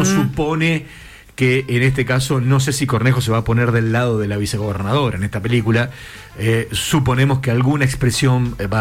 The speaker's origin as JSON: {"language": "Spanish", "country": "Argentina", "said": "Porque somos todos argentinos"}